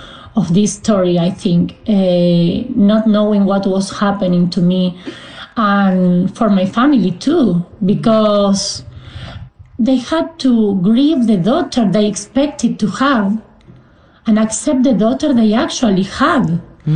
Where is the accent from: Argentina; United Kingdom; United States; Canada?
Argentina; because I grew up in Argentina.